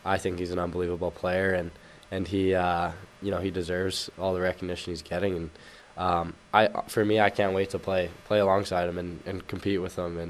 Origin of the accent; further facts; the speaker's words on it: Vancouver, British Columbia, Canada; Yeah, he was on the Canucks for a couple of years there, and one of my buddies that I played with minor hockey